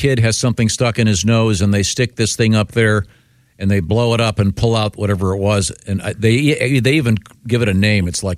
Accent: Cleveland, Ohio, United States; I grew up in the Cleveland area

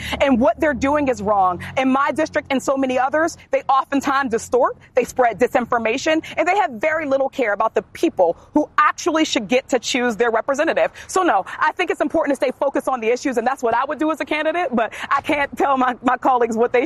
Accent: Pennsylvania, United States; Listen, I come from Western Pennsylvania.

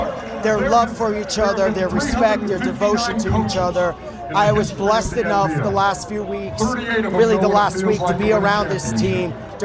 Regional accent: New York City, New York, United States; I grew up in Brooklyn.

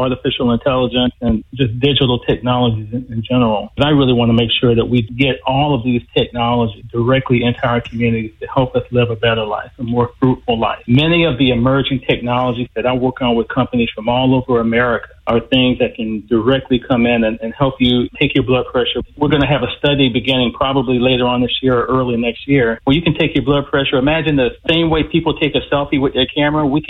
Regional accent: Orlando, Florida, United States; now in Tampa, United States; I am from Orlando.

